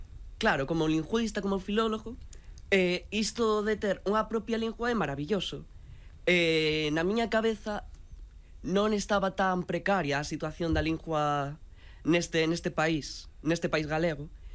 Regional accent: Madrid, Community of Madrid, Spain; Galician is a second language; De Madrid, Madrid son de Vallecas, ¿eh?

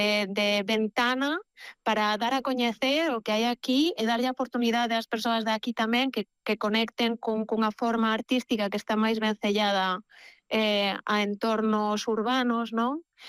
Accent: Mos, Galicia, Spain; born there; Eu son galega, nací en Mos, pertiño de Vigo.

